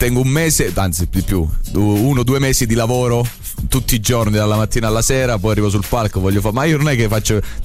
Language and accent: Italian; Lagonegro, Basilicata, Italy; che è il mio paese, in Basilicata